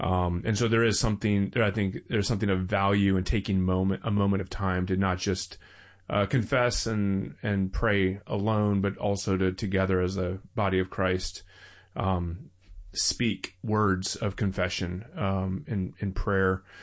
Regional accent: the South, United States; moved away as an adult; also born or lived in Baltimore, Maryland; now in Bay Area, United States; I was very sheltered in the sense that I grew up in the South for the most part. Very monocultural

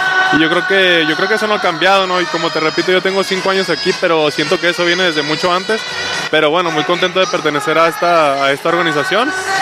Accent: San Luis Potosí, Mexico; soy de San Luis Potosí, mi esposa es de Sonora.

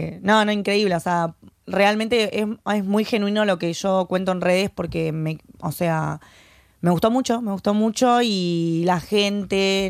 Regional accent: La Plata, Buenos Aires Province, Argentina; moved away as an adult; now in Madrid, Spain; Yo soy de Buenos Aires, ¿vale? Precisamente de La Plata, que es la capital de Buenos Aires. Pero bueno, es muy cerquita, así que una especie de porteña soy.

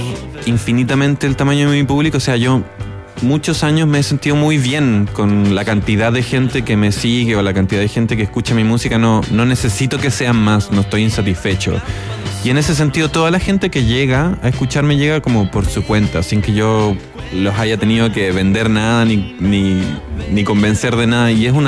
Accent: Chile; moved away as an adult; now in United States; mi papá es brasilero y yo crecí como en Chile, obviamente.

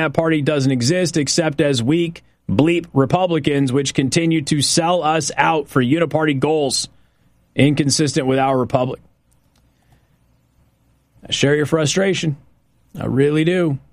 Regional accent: Logansport, Indiana, United States; Casey, I grew up in Logansport.

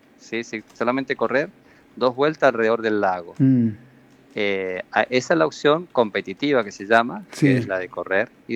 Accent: Alvear, Argentina; Nosotros somos de Alvear.

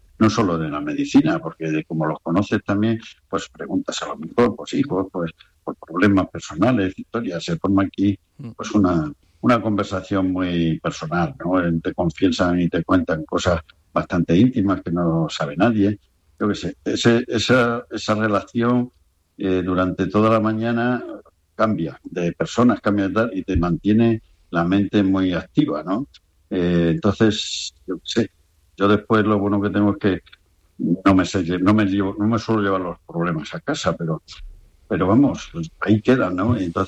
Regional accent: Extremadura, Spain; aunque yo soy de Cáceres y tengo una casa en un pueblo de Cáceres que se llama Casa Tejada, sí, donde eran mis padres y toda mi familia

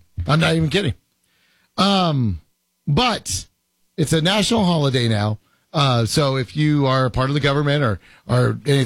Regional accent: Oklahoma, United States; And growing up in Oklahoma, I'll be very honest with you, not only was it not celebrated, we didn't talk about it. I graduated high school in 1992.

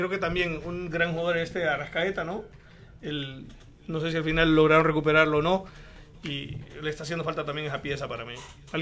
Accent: Honduras; debemos de, como hondureños, sentirnos muy orgullosos.

